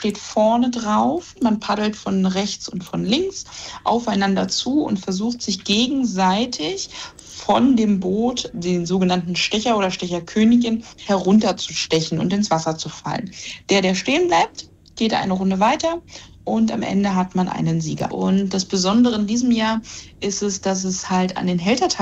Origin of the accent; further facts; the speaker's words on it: Kromlau, Saxony, Germany; Also ich komme selber aus Kromlau. Mit sorbischen Ostereiern bin ich auch groß geworden, direkt neben Schleife halt als Hochburg, als Nachbardorf.